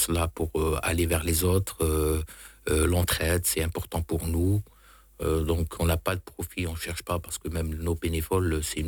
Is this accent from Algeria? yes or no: yes; Algeria; moved away as an adult; now in France; Oui, je suis algérien, je suis en France dans le cadre des études.